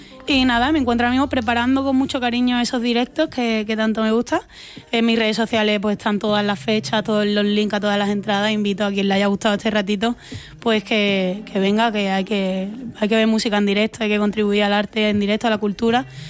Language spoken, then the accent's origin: Spanish; Andalusia, Spain; por Andalucía, por Granada, por Málaga, por mi tierra